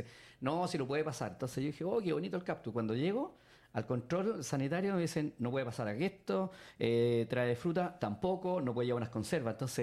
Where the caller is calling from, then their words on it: Santiago, Santiago Metropolitan Region, Chile; solamente soy un turista de Santiago que vengo a recorrer mi país